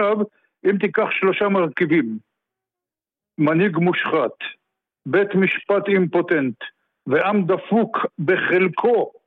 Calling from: Petah Tikva, Central District, Israel; אני מפתח תקווה.

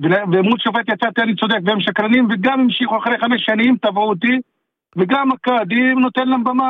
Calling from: Lod, Central District, Israel

